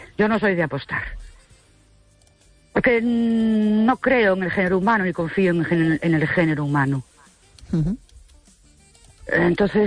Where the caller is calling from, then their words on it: Ourense, Galicia, Spain; de Ourense.